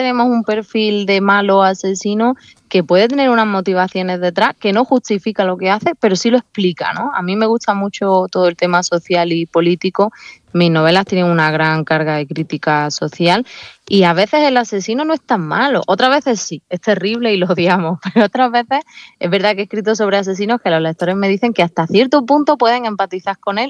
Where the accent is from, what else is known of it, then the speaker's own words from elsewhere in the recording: Ayamonte, Andalusia, Spain; yo soy de Huelva, conozco muy bien Doñana, he estado mucho en Doñana, además soy de Ayamonte, que tiene un paisaje muy similar al de Doñana, con las dunas, las marismas